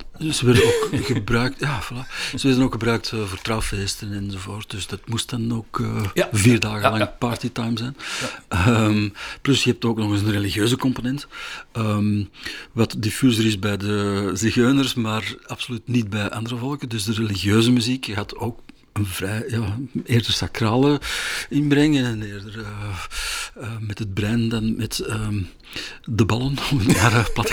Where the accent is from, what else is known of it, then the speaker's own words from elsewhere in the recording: Belgium; Als Belgen mogen we dat